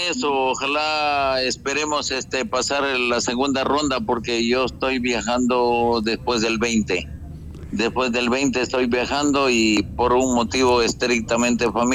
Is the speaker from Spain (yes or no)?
no; Ecuador